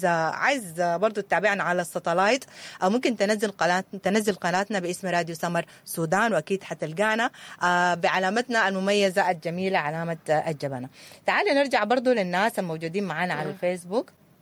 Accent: Sudan; هل نحن محتاجين مناهجنا تكون متغيرة ومتجددة على حسب الواقع اللي نحن عشناه، خاصة كسودانيين في المراحل اللي نحن مرينا بيها من حرب وأذية وخطابات كراهية والعنصرية؟

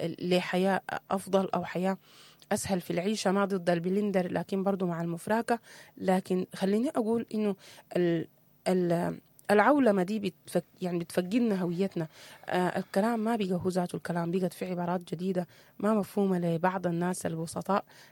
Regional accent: Sudan; أنا كسوداني

